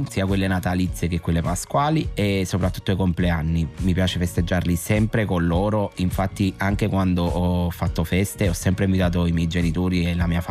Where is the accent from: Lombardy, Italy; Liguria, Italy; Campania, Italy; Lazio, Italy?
Campania, Italy; Naples; Io amo Napoli, ma non ovviamente perché sono napoletano.